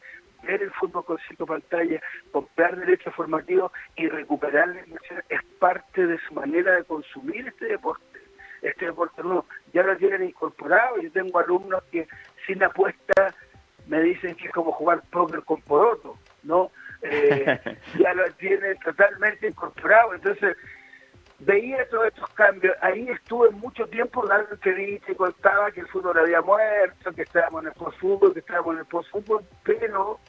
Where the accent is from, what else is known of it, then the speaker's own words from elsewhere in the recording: Chile; yo realmente voy a Argentina, muchachos, siendo chileno